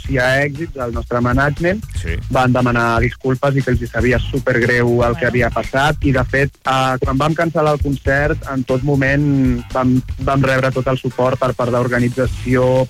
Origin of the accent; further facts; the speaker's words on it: Catalonia, Spain; nosaltres venim de Catalunya